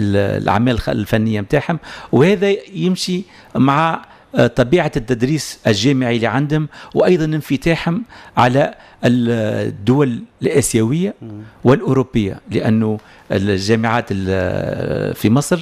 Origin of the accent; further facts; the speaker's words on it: Tunisia; مش بقية الدول العربية الكل نلقاو فيها التصوف بما كان موجود عندنا في تونس. يعني التجارب التونسية فيها ذاكرة تونسية